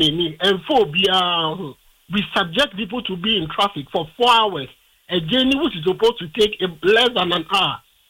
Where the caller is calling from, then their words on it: Central Region, Ghana; I'm from Central Region.